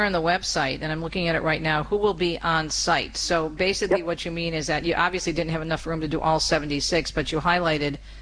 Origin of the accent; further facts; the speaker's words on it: Detroit, Michigan, United States; I'm just proud of my hometown.